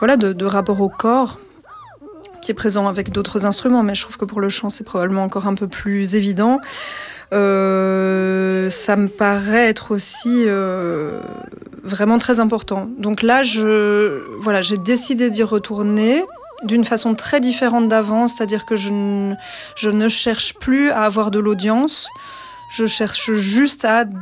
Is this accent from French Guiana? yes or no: no; Brussels, Brussels-Capital Region, Belgium; je suis bruxelloise et chanteuse d'opéra.